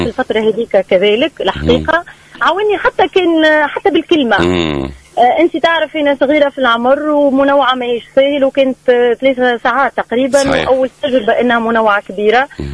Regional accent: Tunisia; moved away as an adult; كنت نطمح اني نخرج كنجمة من تونس ولا نخرج كاسم اعلامي متميز في تونس.

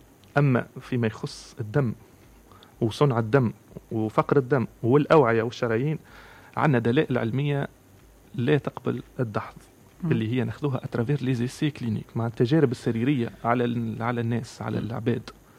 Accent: Tunisia; وعندنا في تونس

